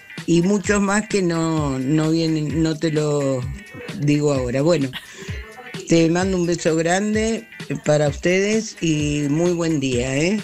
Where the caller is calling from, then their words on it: Ostende, Buenos Aires Province, Argentina; de Ostende.